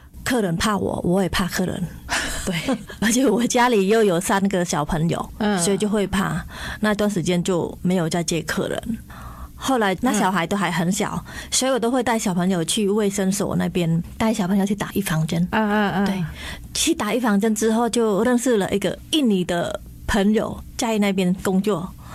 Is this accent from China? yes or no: no; Cambodia; now in Taoyuan, Taiwan; 其实从我来到台湾之后，我觉得说，因为我住桃园嘛，那桃园的相关政府还蛮注重我们新住民的一些。开很多课程，那我也想说，哎，其实我们柬埔寨在台湾蛮少的